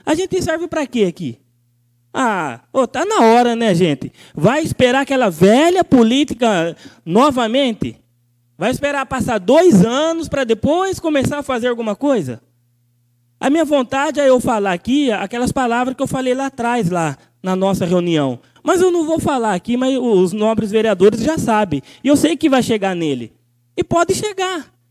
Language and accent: Portuguese; Igaraçu, Brazil; Nós nascemos aqui em Igaraçu e vivemos sempre